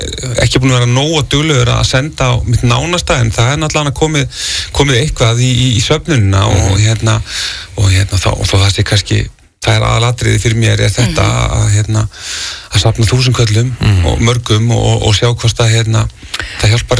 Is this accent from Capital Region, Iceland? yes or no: yes; Reykjavík, Capital Region, Iceland; ég er úr Grafvogi að hérna svona síðustu ár þá, ég ætla ekki að segja að það er ykkur bylgja en það er mikið að krökkum, ungum sem að hafa týnt lífi sínu úr Grafvogi